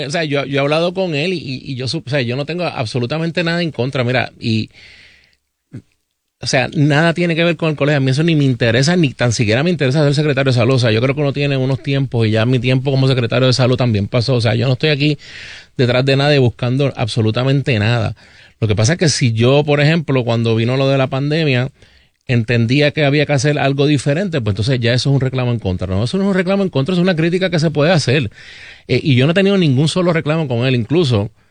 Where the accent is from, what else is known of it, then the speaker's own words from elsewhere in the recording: Puerto Rico; Como exsecretario, como funcionario y como puertorriqueño.